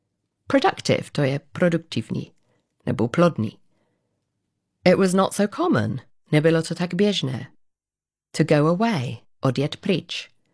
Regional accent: England, United Kingdom; As I grew up in England, it wasn't really something which many people did.

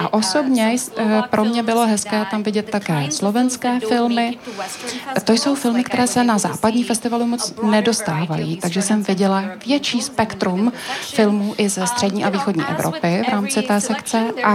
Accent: India; Já jsem z Indie

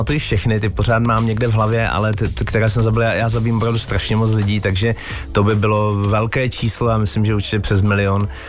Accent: Sudetes, Czechia; protože jsem ze Sudet, jsem Sudeťák, prostě jsem z té oblasti, takže je to trochu takový jako vyznání rodnému kraji.

